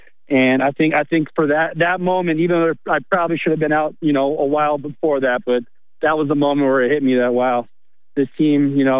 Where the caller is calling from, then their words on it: Mount Vernon, Washington, United States; from Mount Vernon here, calling in.